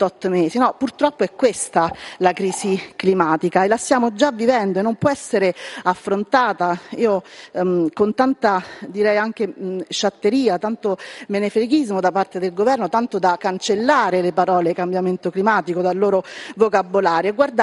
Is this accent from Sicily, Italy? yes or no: no; Lazio, Italy; anche la mia terra, la Ciociaria